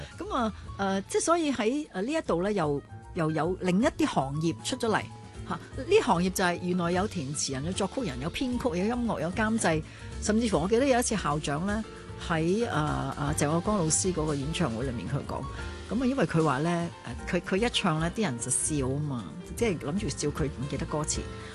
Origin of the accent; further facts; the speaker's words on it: Hong Kong; 我哋香港人嘅成長咯。